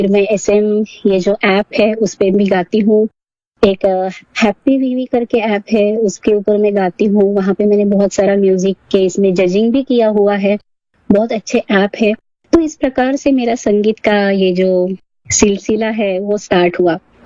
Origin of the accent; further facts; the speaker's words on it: Ahmednagar, Maharashtra, India; जन्म जो है वो अहमदनगर, यानी अभी का जो अहिल्या नगर है, नाम चेंज हो गया है उसका, तो मैं अहमदनगर से हूँ।